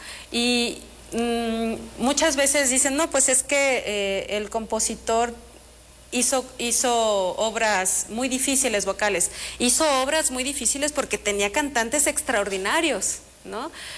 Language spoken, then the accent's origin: Spanish; Sinaloa, Mexico; born there; Yo nací en Sinaloa, pero ya soy muy, muy michoacana. Mi mamá es michoacana, nacida en Tarímbaro, entonces sí, yo amo esta tierra.